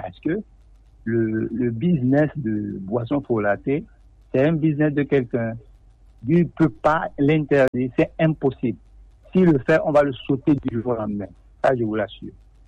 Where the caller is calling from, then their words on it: Maritime, Togo; depuis Adidou.